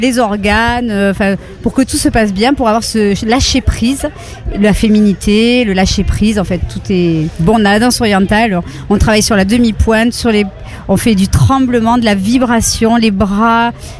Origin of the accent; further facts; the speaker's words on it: Toulouse, Occitanie, France; born there; now in Nice, France; Donc, je suis née à Toulouse et j'ai rencontré l'amour à Nice. Donc, ça fait 30 ans que je suis à Nice.